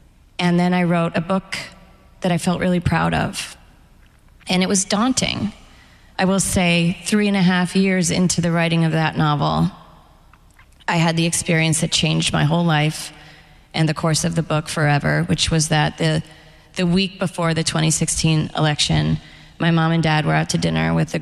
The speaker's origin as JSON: {"language": "English", "town": "Gaithersburg", "region": "Maryland", "country": "United States", "tie": "born or raised there", "also_born_or_lived": "Spain / Ireland", "lives_now": "New York, United States", "said": "And I was born in Spain, and we moved to all these different places before I was, you know, 6 or 7 years old. Then I grew up mostly in Gaithersburg, Maryland. Then I moved to Ireland for 2 years. Then I moved to New York."}